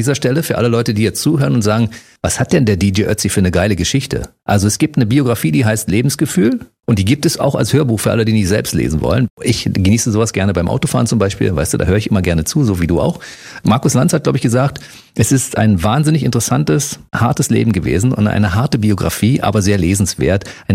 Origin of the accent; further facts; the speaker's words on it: Austria; Aber ich sage mal, als Österreicher, die österreichische Küche.